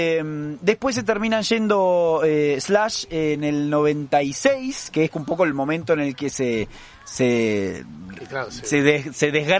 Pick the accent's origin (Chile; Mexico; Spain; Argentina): Argentina; Algo que nosotros como argentinos nos podemos vanagloriar